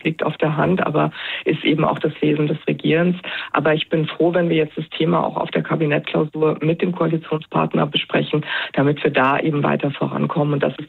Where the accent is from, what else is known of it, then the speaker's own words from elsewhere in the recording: Rhineland-Palatinate, Germany; Ich komme aus Rheinland-Pfalz.